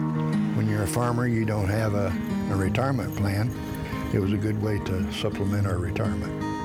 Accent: Indiana, United States; I grew up in Indiana, and I've been a farmer all my life.

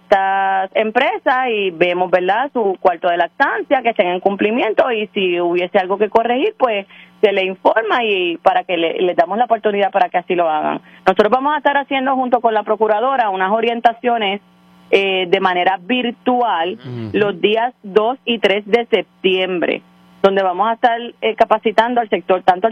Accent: Vega Baja, Puerto Rico; Yo soy del mejor pueblo que tiene Puerto Rico, que es Vega Baja, la Vega ciudad Baja.

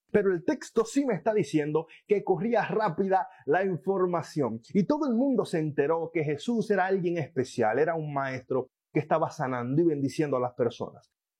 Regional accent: Dominican Republic; moved away; Allí en la República Dominicana, de donde soy oriundo

